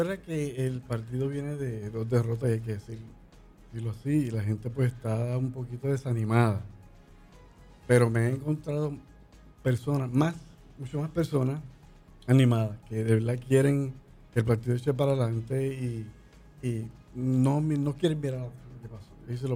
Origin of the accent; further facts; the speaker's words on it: Ceiba, Puerto Rico; moved away as an adult; Yo amo mi pueblo y yo salí de Ceiba